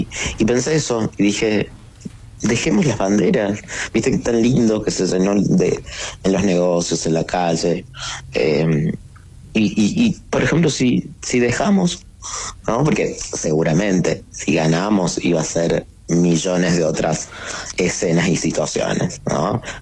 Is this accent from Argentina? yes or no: yes; Argentina; Entonces eso es algo hermoso realmente, que como argentinos podemos vivir.